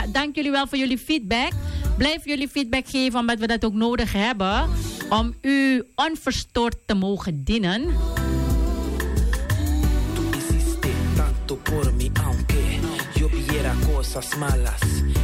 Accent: Charlesburg, Paramaribo, Suriname; Ja, Charlesburg is al sinds 3:30 wakker. Want ik kom ook van Charlesburg, maar wel nieuw Charlesburg.

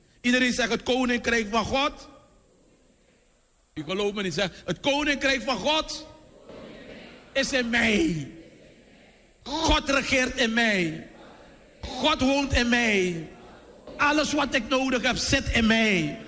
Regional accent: Paramaribo, Suriname; Als ik kijk van waar ik kom, Abrabroki

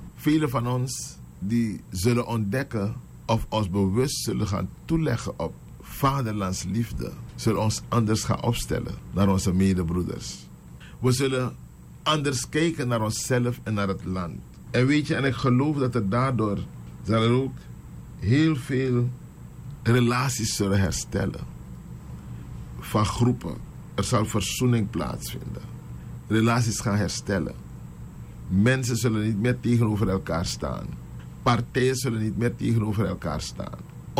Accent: Suriname; Heren, als Suriname zijn we ontwaakt. Als Surinamers is er vaderlandsliefde in ons.

